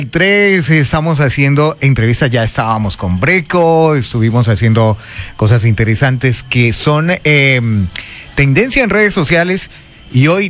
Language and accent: Spanish; Colombia; como colombianos nos hemos destacado de que ayudamos a las personas, ayudamos a nuestros propios hermanos colombianos